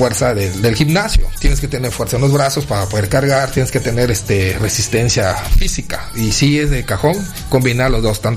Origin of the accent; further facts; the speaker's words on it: Campeche, Mexico; yo vengo de Campeche